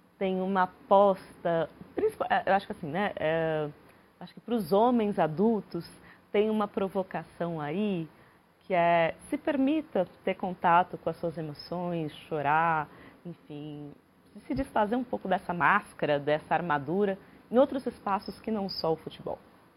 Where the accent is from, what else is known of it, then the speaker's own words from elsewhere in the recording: Ribeirão Preto, São Paulo, Brazil; Cresci em Ribeirão Preto, sou nascida no interior de São Paulo